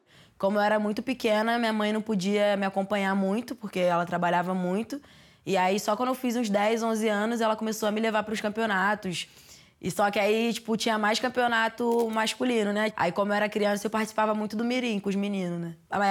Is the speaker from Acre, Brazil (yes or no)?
no; Rio de Janeiro, Brazil; bairro que eu cresci, em Campo Grande, lá no Rio